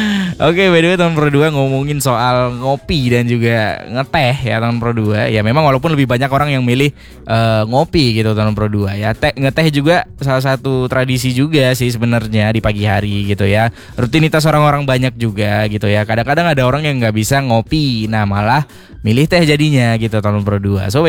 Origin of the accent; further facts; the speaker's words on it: Aceh, Indonesia; apalagi kita warga Aceh ya.